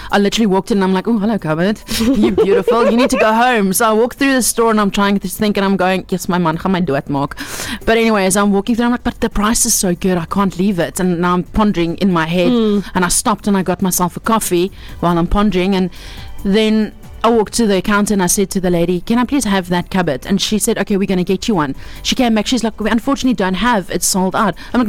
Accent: Pretoria, Gauteng, South Africa; now in Cape Town, South Africa; so I'm from Pretoria, Marcel, and there wasn't a Mambo's. So when I moved to Cape Town, I was like, what store is this?

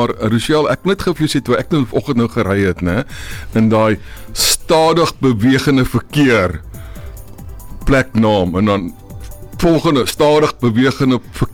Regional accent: Pretoria, Gauteng, South Africa; born there; moved away; also born or lived in England; ons is nou 21 jaar hier terug van Engeland af, en hier kom, en by the way, ek is gebore in Pretoria

